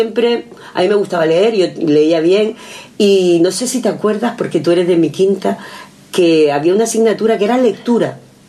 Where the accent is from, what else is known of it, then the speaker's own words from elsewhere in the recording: Santa Lucía de Tirajana, Canary Islands, Spain; born there; yo nací en Santa Lucía y claro, ahí en Santa Lucía, en la caldera de Tirajana, no se ve el mar, se ve el cielo y las estrellas.